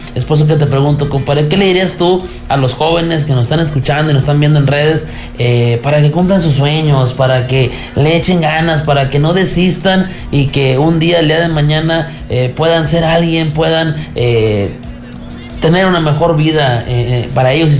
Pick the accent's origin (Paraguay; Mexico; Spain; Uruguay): Mexico; Zaragoza, Coahuila; como mexicanos, como coahuilenses y como zaragocenses.